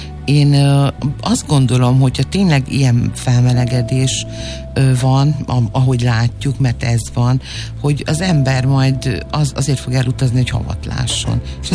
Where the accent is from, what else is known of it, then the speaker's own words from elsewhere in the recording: Hungary; én vidéken nőttem fel